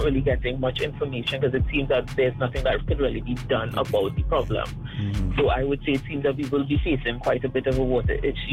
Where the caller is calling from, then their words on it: Trinidad & Tobago; I am from the Darbadian environs area